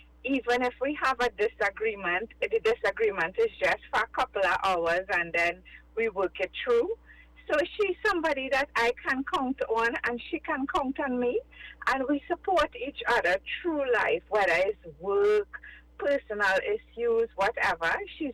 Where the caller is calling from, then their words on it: Mayaro, Trinidad & Tobago